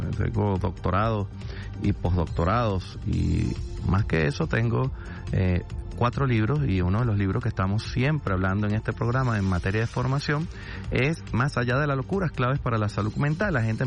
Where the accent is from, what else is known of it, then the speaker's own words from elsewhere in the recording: Barquisimeto, Lara, Venezuela; born there; moved away; yo ayer fui el sábado a Barquisimeto, saludo a la gente de Barquisimeto, mi ciudad natal.